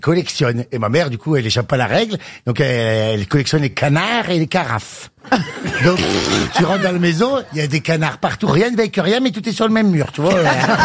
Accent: Beaufort, Hauts-de-France, France; Mes parents habitent à Beaufort.

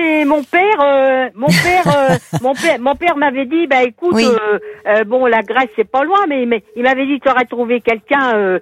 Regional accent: Normandy, France; Oui, parce que je suis normande, mais j'ai toujours adoré le soleil et la chaleur.

